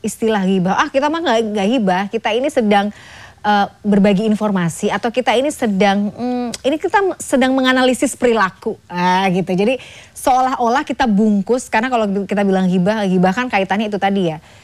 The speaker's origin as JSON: {"language": "Indonesian", "region": "East Java", "country": "Indonesia", "said": "Saya Jawa Timur."}